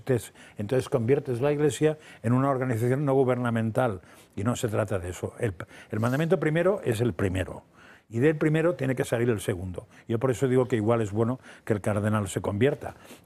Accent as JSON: {"language": "Spanish", "town": "Manresa", "region": "Catalonia", "country": "Spain", "said": "Lo pueden aplicar hasta los de mi pueblo, que es Manresa."}